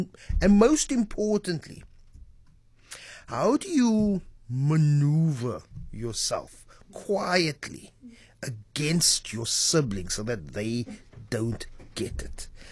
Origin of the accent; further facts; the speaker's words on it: South Africa; because we're South African